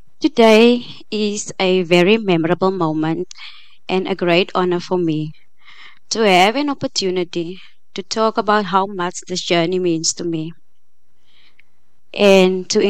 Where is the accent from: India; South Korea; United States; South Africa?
South Africa; Schoemanshoek, Western Cape; I'm from Schoemanshoek.